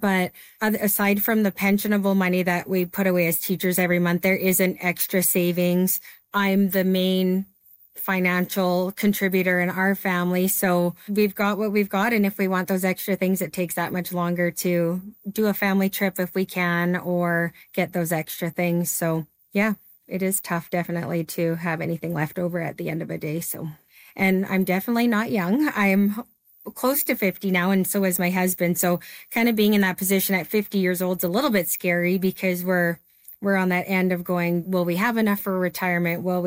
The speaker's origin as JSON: {"language": "English", "town": "Lethbridge", "region": "Alberta", "country": "Canada", "said": "I am from Lethbridge, Alberta."}